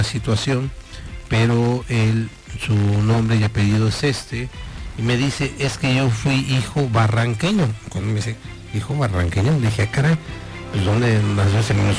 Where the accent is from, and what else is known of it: Mexico